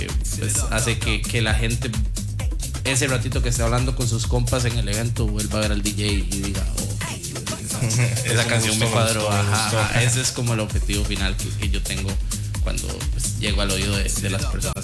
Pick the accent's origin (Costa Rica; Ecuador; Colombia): Costa Rica; Guápiles, Limón; moved away as an adult; also born or lived in Turrialba / Monterrey, Mexico; yo nací en Turrialba. Yo soy guapileño, nací en Turrialba, pero yo soy guapileño de toda la vida.